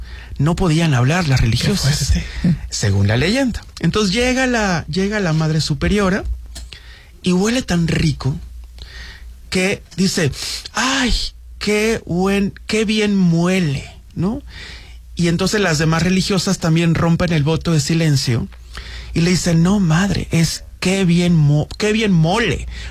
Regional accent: Puebla, Mexico; soy poblano

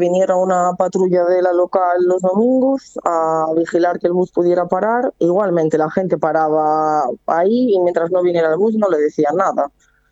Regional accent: Lugo, Galicia, Spain; now in Santiago de Compostela, Spain; yo soy de Lugo

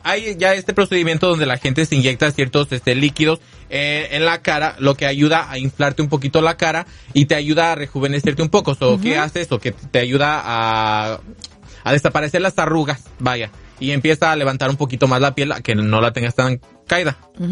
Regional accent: Valle de Santiago, Guanajuato, Mexico; De Lagunilla de Mogotes, municipio de Valle de Santiago, Guanajuato, México.

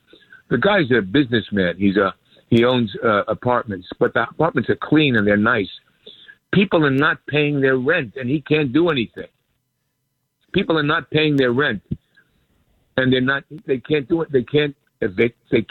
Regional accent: New York City, New York, United States; moved away; also born or lived in Manhattan; I grew up in Astoria, Queens.

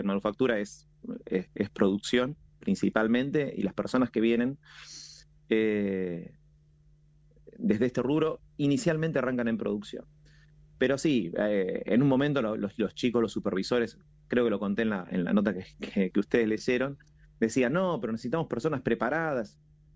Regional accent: Coronel Suárez, Buenos Aires Province, Argentina; now in Buenos Aires, Argentina; Yo no soy de acá de Buenos Aires, soy del interior, de cerca de Sierra Ventana, de Coronel Suárez. Entonces, venir a Capital, una ciudad mucho más grande, también era un panorama diferente para mí.

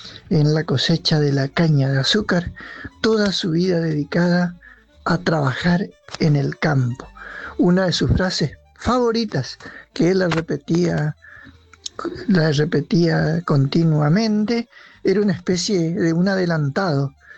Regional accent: Santa Fe, Argentina; now in Resistencia, Argentina; del Chaco santafesino, papá de Wilson, que tiene 25 años. Actualmente resido en la ciudad de Resistencia.

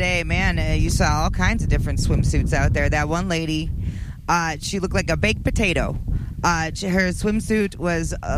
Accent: Wisconsin, United States; accent: Wisconsin; my Wisconsin accent.

